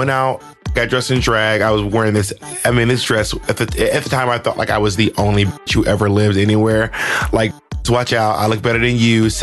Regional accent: Georgia, United States; also born or lived in Alabama / Mississippi; I'm basically from Georgia, Alabama, and Mississippi.

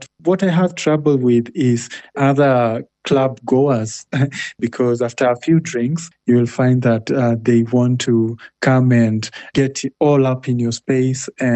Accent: Nakuru, Nakuru County, Kenya; different here in Kenya, especially in my hometown of Nakuru.

